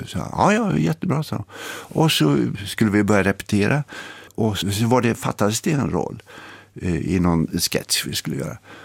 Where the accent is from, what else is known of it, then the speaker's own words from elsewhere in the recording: Gothenburg, Västra Götaland County, Sweden; jag är ju från Göteborg och det var ju mina föräldrar också